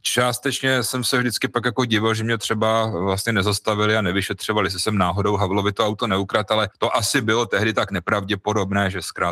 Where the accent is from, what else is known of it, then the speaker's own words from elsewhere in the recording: Trutnov, Hradec Králové Region, Czechia; narodil jsem se v Trutnově, kde tedy je to pár kilometrů od Hrádečku